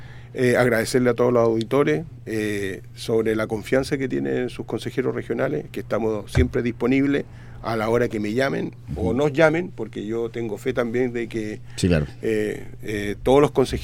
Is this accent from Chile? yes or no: yes; Chile; me sentía orgulloso de ser de la región, po. Me sentía orgulloso y por eso toda la vida he sido un regionalista.